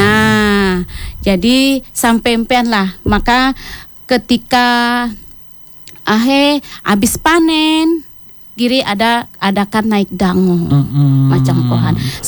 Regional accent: West Kalimantan, Indonesia; now in Sintang, Indonesia; Oh. Asalku Kak Sinakin, Kabupaten Landak.

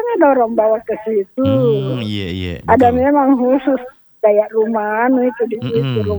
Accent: Makassar, South Sulawesi, Indonesia; Itu di kampungku itu yang sekarang saya dilahirkan di Macini.

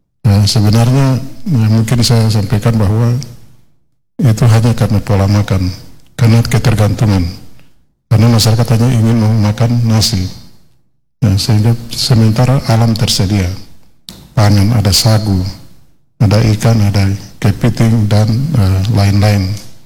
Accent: Papua, Indonesia; kita orang Papua

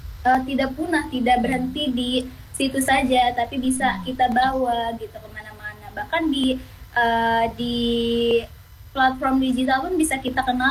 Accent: Lebak, Banten, Indonesia; Ini tentunya batik Lebak, batik kebanggaan kami, budaya kami dari Lebak.

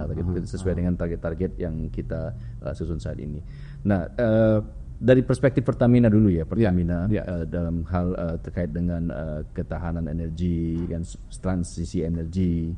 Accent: West Java, Indonesia; Ya saya dari Jawa Barat jadi ….

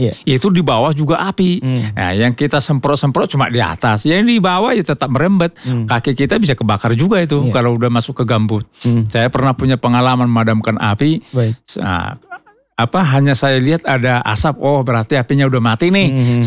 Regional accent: Sumatra, Indonesia; saya kan berasal dari Sumatera.

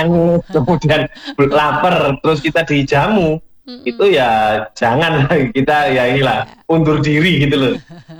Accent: Java, Indonesia; kita orang Jawa seperti itu

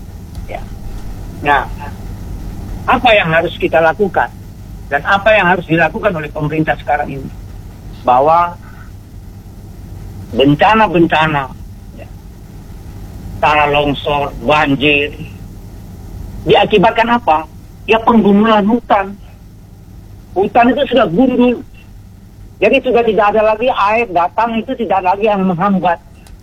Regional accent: West Sumatra, Indonesia; moved away; Di kampung saya itu Sumatera, itu Sumatera Barat

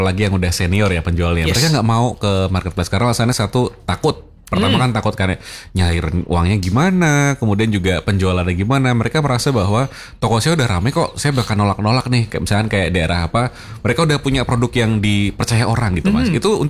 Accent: Semarang, Central Java, Indonesia; Saya orang Banyumanik akan nyarinya di Tembalang sih Mas.

